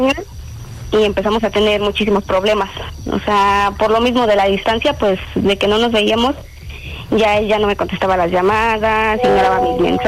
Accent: Mexico City, Mexico; Tengo 24 y soy de la Ciudad de México.

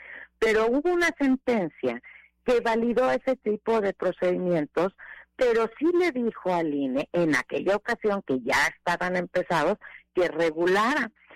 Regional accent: Mexico; Me parece que como mexicanas y mexicanos ahí tenemos que estar muy atentos a exigirles por la independencia, la imparcialidad.

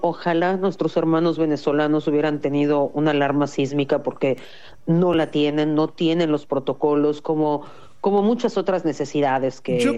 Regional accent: Mexico

